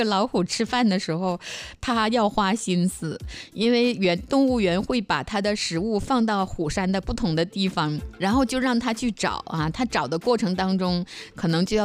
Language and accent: Chinese; Dalian, Liaoning, China; 就是我们大连人说的那个海胆啊，